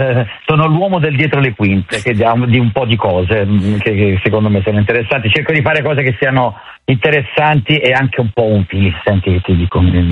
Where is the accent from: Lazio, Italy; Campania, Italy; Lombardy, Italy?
Lombardy, Italy; Comerio; born there; l'ho fatto nel mio paese natio, un altro posto micro che è Comerio, in provincia di Varese